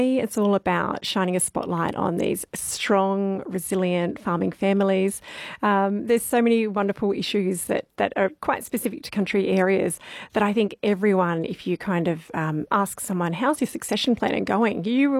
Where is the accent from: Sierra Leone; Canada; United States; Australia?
Australia; Tantanoola, South Australia; I grew up in the southeast in a very small town called Tantanoola.